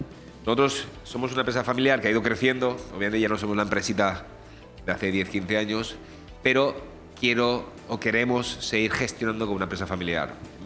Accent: Benidorm, Valencian Community, Spain; Yo, ¿dónde voy? Vamos, muy orgulloso de decir que soy de Benidorm.

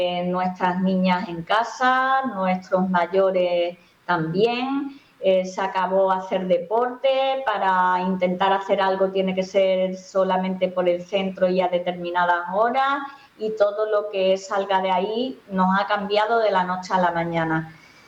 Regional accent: Ceuta, Spain; Realmente los que estamos recluidos somos los ceutíes.

